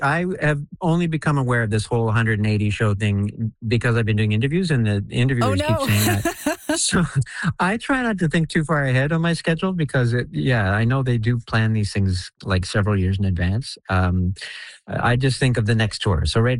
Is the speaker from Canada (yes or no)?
yes; Canada; The fact is, you know, I'm Canadian. I live in Canada.